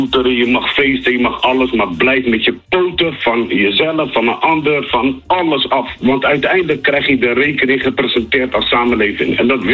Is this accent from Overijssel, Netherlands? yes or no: no; Rotterdam, South Holland, Netherlands; Ik ben Rotterdammer.